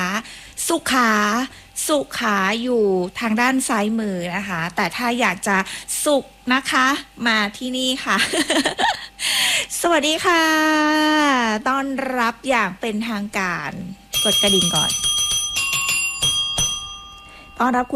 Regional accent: Southern Thailand, Thailand; ถึงแม้ว่าเราจะไม่ได้เป็นเด็กกรุงเทพนะคะเราไม่ใช่คนกรุงเทพนะเราเป็นคนใต้เทสใต้สายใต้

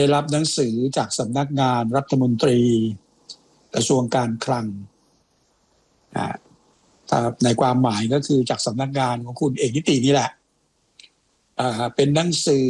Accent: Ayutthaya, Phra Nakhon Si Ayutthaya, Thailand; ใช่เด็กหัวรอ

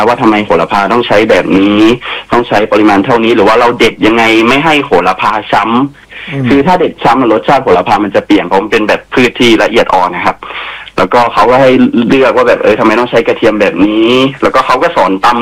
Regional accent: Southern Thailand, Thailand; ผมเนี่ยเป็นคนใต้เหมือนกันนะ

